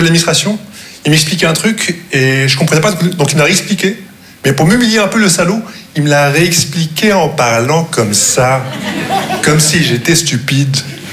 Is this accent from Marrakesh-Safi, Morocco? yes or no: no; Casablanca, Casablanca-Settat, Morocco; first language Arabic; French is a second language; moved away; j'ai grandi au Maroc